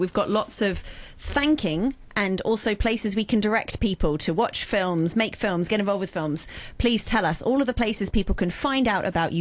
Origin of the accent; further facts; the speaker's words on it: Hong Kong; growing up in Hong Kong, I never make assumptions if you look at someone what their accent might be, where they might come from